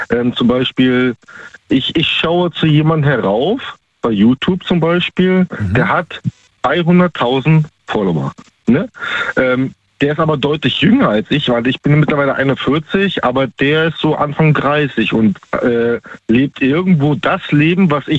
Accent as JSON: {"language": "German", "region": "Baltic coast", "country": "Germany"}